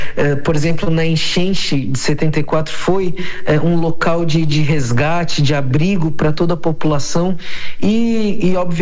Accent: Tubarão, Santa Catarina, Brazil; eu mesmo fui criado ali na Rua Piedade, na comunidade da Toca, né?

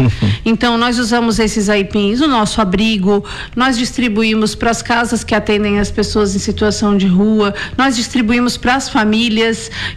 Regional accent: Rio Grande do Sul, Brazil; eu sou do Rio Grande do Sul, mas qual foi o teu último lugar que você passou?

